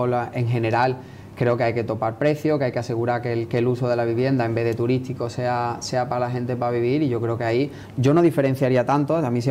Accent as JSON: {"language": "Spanish", "town": "Conil de la Frontera", "region": "Andalusia", "country": "Spain", "said": "yo soy de Coni, mi padre es de Coni, mis padres viven ahí"}